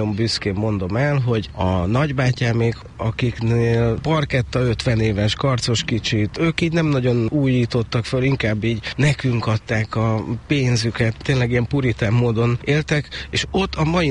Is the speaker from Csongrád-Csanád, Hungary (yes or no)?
no; Budapest, Hungary; moved away as an adult; én egy nagyon pici, barátságos lakótelepen nőttem föl. Melyiken? Ez a 16. kerületi Szent Korona utcai lakótelep, ami családi házakkal övezett, és tényleg 4 emelet a maximum.